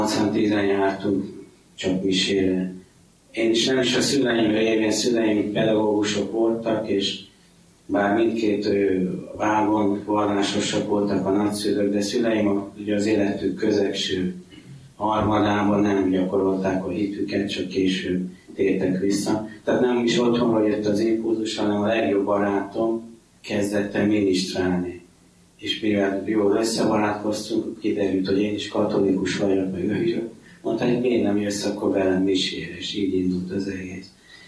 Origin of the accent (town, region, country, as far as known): Györköny, Tolna, Hungary; born or raised there; also born or lived in Baks